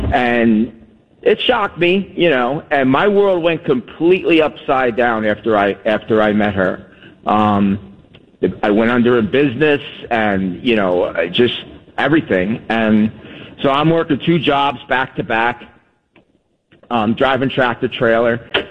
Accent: New Jersey, United States; you know, I grew up in New Jersey, you know, and New Jersey

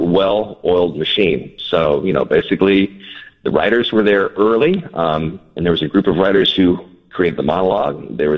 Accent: Philadelphia, Pennsylvania, United States; I grew up in Philadelphia.

